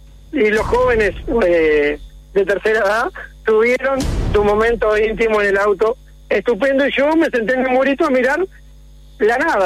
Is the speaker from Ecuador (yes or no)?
no; Uruguay; No, para, yo soy un buen uruguayo, querido